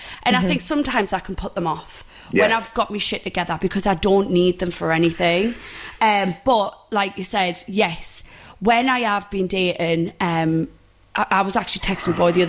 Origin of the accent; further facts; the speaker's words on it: Newcastle upon Tyne, North East England, United Kingdom; We're Geordie girls, and we are renowned for being, like, a bit cray-cray.